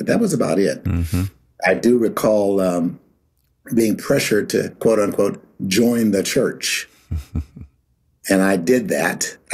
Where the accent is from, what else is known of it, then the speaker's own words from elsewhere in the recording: Pittsburgh, Pennsylvania, United States; Well, it all began back in Pennsylvania. I grew up in Pittsburgh. My parents were from Mississippi, and there's a story behind that, too, in terms of my connectedness. But I was born in Pittsburgh.